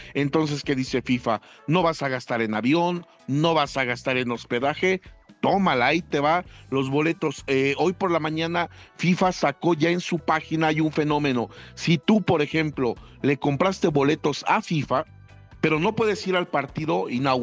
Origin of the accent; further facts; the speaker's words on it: Mexico; Nosotros, como mexicanos, somos muy aspiracionales, ¿no?